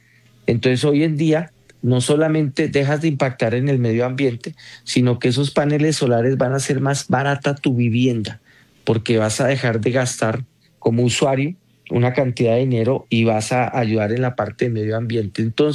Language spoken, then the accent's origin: Spanish; Colombia; ahorita para nosotros como colombianos.